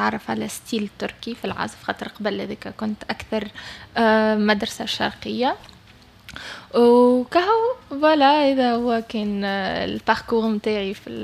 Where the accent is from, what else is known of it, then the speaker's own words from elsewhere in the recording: Tunisia; moved away as an adult; also born or lived in Portugal / Spain; now in Dubai, United Arab Emirates; كبرت من الاول في تونس